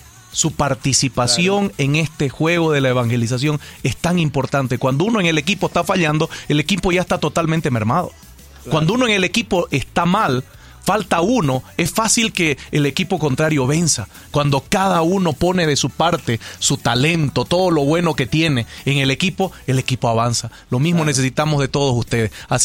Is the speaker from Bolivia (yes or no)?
yes; Bolivia; now in Colombia